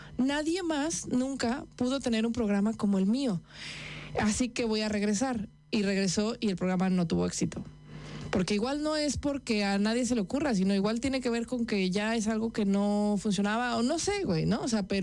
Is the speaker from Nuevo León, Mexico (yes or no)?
yes; Monterrey, Nuevo León, Mexico; Adal Ramones es de la ciudad de Monterrey, ahí de donde soy yo.